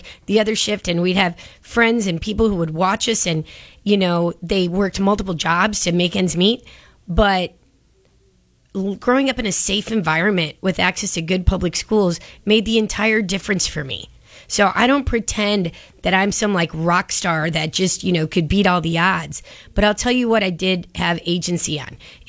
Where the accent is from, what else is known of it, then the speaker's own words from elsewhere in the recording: Chicago, Illinois, United States; born there; I was born in Little Village, and that's on the southwest side of the city.